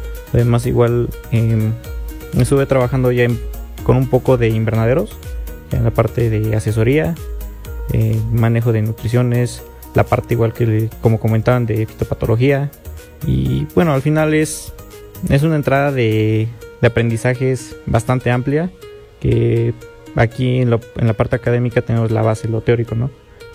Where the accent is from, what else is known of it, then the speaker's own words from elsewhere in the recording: Chignahuapan, Puebla, Mexico; Soy de Chignahuapan, Puebla